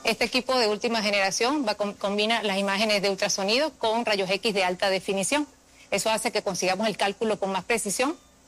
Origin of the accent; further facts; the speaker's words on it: Venezuela; Soy venezolana.